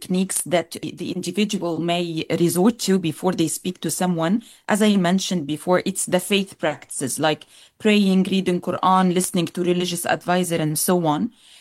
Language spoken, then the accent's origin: English; Egypt; now in Melbourne, Australia; I come from Egyptian Middle Eastern background. And like many migrants, my journey is layered and shaped but with migration, motherhood, education, and community work.